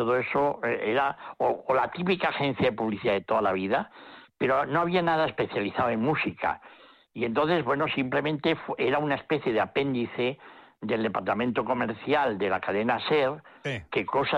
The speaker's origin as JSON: {"language": "Spanish", "town": "Vitoria", "region": "Basque Country", "country": "Spain", "said": "yo soy de Vitoria"}